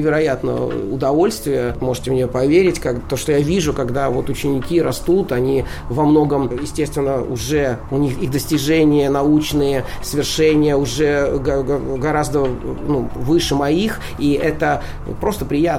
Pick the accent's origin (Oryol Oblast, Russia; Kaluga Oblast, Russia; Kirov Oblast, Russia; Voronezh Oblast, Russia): Oryol Oblast, Russia; Oryol; moved away; я вот из Орла